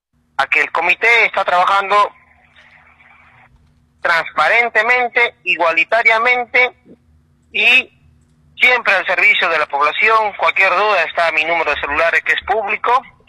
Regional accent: Peru; somos peruanos.

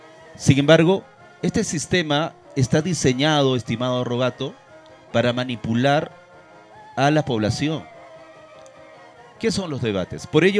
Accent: Villa Olleros, Peru; porque yo soy de Villa Olleros.

